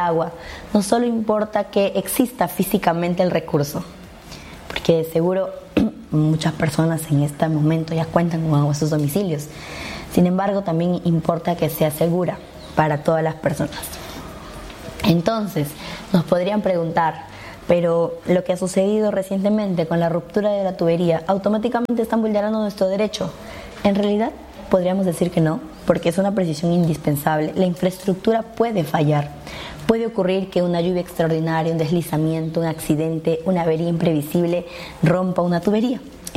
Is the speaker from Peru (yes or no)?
yes; Peru